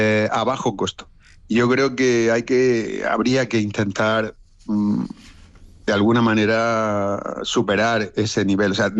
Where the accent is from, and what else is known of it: Spain